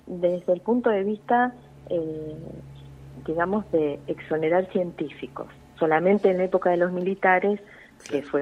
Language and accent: Spanish; San Cayetano, Buenos Aires Province, Argentina; now in Balcarce, Argentina; soy de un pueblito más chiquito, San Cayetano se llama, que está acá en la provincia de Buenos Aires, y mi familia vive en Necochea, así que somos todos sudestes.